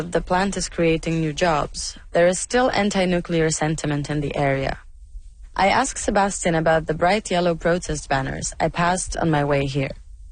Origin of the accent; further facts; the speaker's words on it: Poland; moved away; a decade, and I don't live in Poland anymore. But being immersed in this beauty makes me appreciate my home country even more.